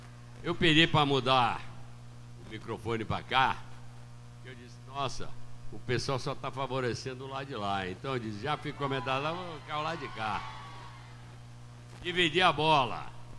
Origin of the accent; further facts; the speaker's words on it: Rio de Janeiro, Brazil; born there; now in Bahia, Brazil; Eu, que nasci no Rio de Janeiro, mas estou na Bahia há 52 anos, com muito orgulho e com muito prazer